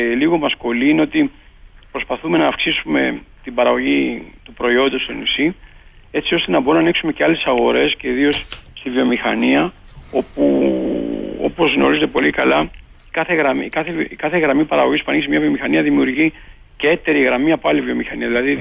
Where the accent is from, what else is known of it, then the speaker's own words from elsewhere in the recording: Chios, North Aegean, Greece; moved away as an adult; also born or lived in Athens; Εγώ όταν έφυγα για φοιτητής από τη Χίο να πω στην Αθήνα, δεν πίστευα ποτέ ότι θα γυρίσω πίσω και ασχοληθώ με τη μαστίχα.